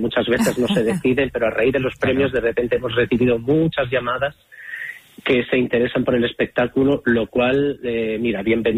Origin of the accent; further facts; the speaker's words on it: Navarre, Spain; accent: Navarrese; also born or lived in Málaga; mi forma de hablar siempre ha sido muy navarra. O sea, desde que yo llegué a Málaga, de hecho, se reían de mí porque